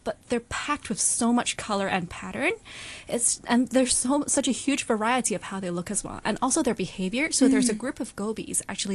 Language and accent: English; Hong Kong; I grew up in Hong Kong and I went to school here